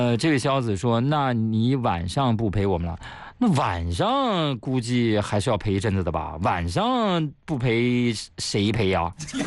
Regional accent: Huguan, Shanxi, China; 我的老家在壶关，壶关的驴肉也很有名啊。

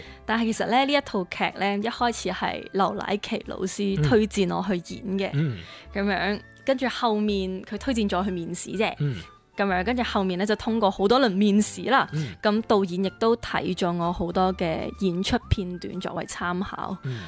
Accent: Macau; 咁我都係澳門人

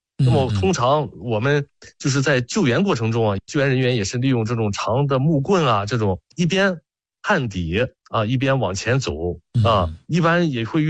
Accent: Qingdao, Shandong, China; 因为我在青岛在海边长大，遇到过这种情况啊。

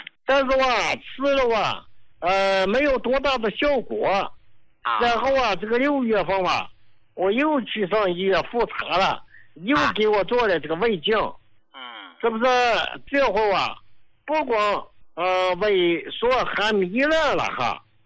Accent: Inner Mongolia, China; 胡老，我是内蒙古的一个患者，也是你的老患者了啊。

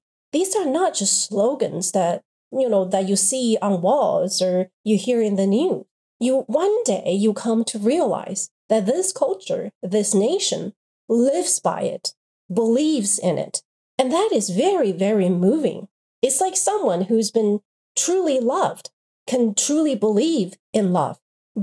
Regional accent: China; So in China, growing up in China, living in China, I don't get that sense of cynicism.

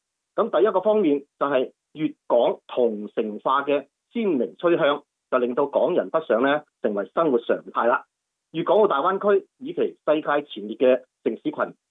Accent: Guangzhou, Guangdong, China; 我是广州人的，

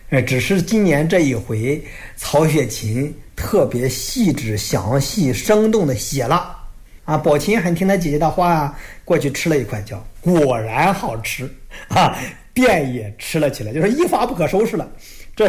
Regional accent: China; 我们中国人

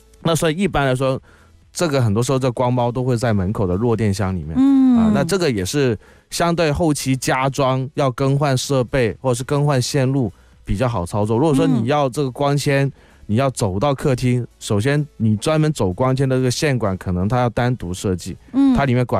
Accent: Guangdong, China; 我们广东人说啊，你未来万一在哪崴着，

